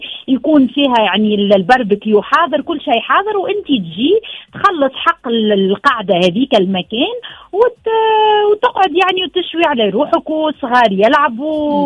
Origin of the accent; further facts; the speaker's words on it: Tunisia; moved away as an adult; now in China; فهذاك العيد الوحيد اللي عديته في تونس من 2007 وسنة كما قلت لك يعني العيد رقم 20 في الصين